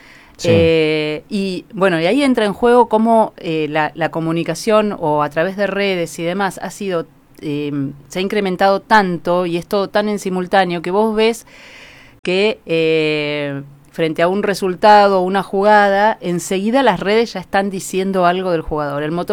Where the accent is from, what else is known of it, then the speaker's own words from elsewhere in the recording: Argentina; que soy de Argentina